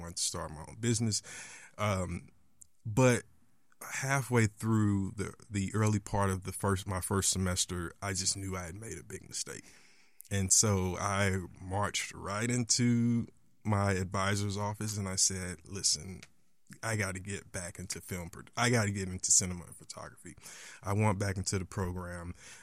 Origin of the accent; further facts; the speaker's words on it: East St. Louis, Illinois, United States; I am a local guy. I grew up in East St. Louis, which is nearby Edwardsville.